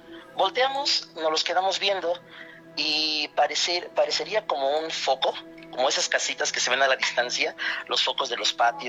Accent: Atlixco, Puebla, Mexico; now in Puebla, Mexico; Yo soy de Puebla. Sí, señor. Pero toda mi vida estuve en Atlixco.

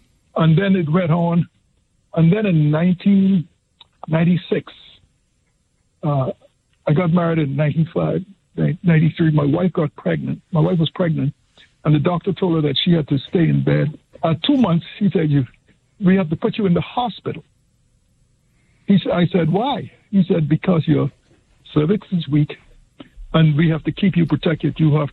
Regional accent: Bahamas; I'm from the Bahamas, and my family were, my grandmother was custodian for the church.

